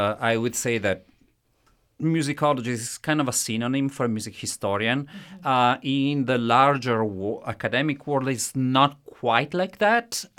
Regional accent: Italy; accent: Italian; first language Italian; English is a second language; because of course Don Giovanni is written in Italian, and I am Italian, as you can tell from my accent.

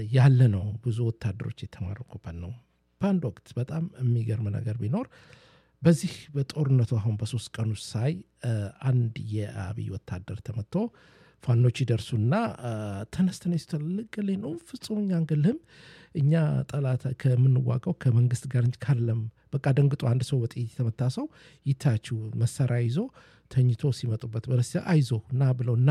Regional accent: Dire Dawa, Ethiopia; አዎ በእርግጥም አማራ ነኝ፣ ግን ንጹህ ኢትዮጵያዊ ነኝ። አማራ ሰውን ደግሞ ድሬዳዋ ተወልጄ አደኩኝ።

